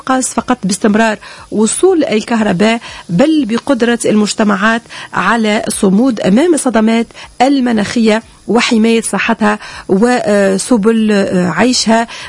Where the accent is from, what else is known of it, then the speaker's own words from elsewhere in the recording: Tunisia; accent: Tunisian; ولهجتنا التونسية محلاها